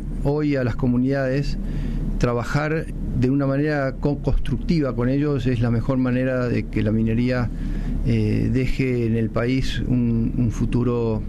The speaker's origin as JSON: {"language": "Spanish", "country": "Colombia", "moved": "as an adult", "said": "yo cuando salí de Colombia no sabía de lo que me metía, no tenía ni idea de la minería. Tenía la idea de la minería ilegal en Colombia porque es una tragedia humanitaria muy grande"}